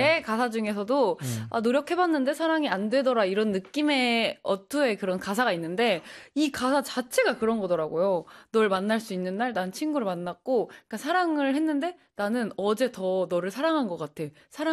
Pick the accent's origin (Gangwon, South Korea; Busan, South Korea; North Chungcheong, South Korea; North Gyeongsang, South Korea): North Chungcheong, South Korea; Cheongju; moved away as an adult; now in Seoul, South Korea; 저는, 청주에서 올라왔잖아요. 지방 출신이잖아요.